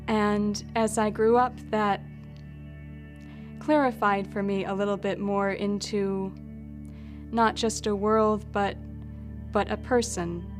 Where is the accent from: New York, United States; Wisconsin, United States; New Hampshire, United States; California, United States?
Wisconsin, United States; moved away; I'm originally from Wisconsin. I'm a fairly recent convert to the Catholic faith